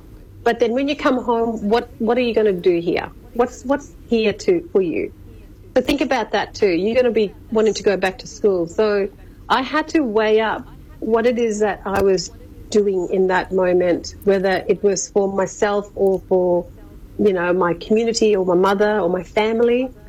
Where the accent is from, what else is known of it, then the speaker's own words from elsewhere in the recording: Wyndham, Australia; So growing up in Wyndham, I was, you know, went through the high school, the primary, the high school years, and then I wanted something a bit different.